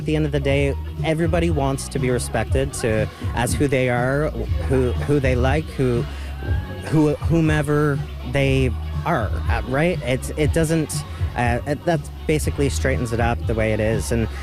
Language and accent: English; Happy Valley-Goose Bay, Newfoundland and Labrador, Canada; I'm from Happy Valley Goose Bay, family's from Labrador